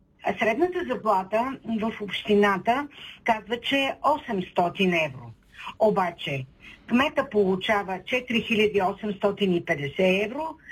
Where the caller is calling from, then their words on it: Shumen, Shumen Province, Bulgaria; от Шумен.